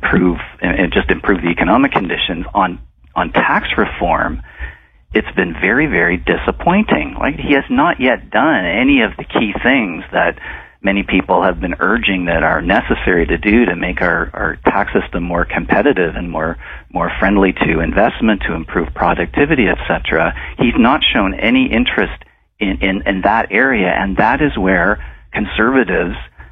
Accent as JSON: {"language": "English", "town": "Saskatoon", "region": "Saskatchewan", "country": "Canada", "tie": "born there", "said": "I was born in Saskatoon, and my parents, you know, grew up in Melfort, and I've been back there many times in my childhood, and I've got relatives in Rosetown, so absolute strong connections."}